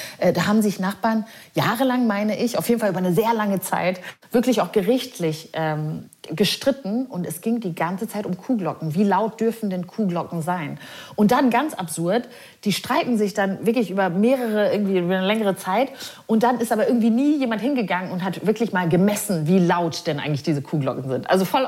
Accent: Neukirchen-Vluyn, North Rhine-Westphalia, Germany; moved away; Also Neukirchen-Flüen, da wo ich aufgewachsen bin, ist wirklich sehr klein, sehr provinziell.

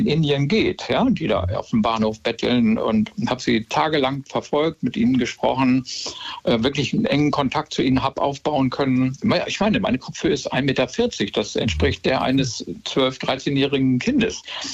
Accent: Germany; Ich mache nicht nur so verrückte Asienreisen, sondern ich gucke mir auch mein Heimatland ganz intensiv

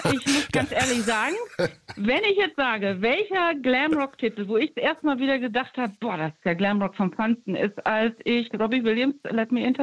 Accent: Stuttgart, Baden-Württemberg, Germany; Ich komme tatsächlich, ich bin aufgewachsen in Stuttgart.

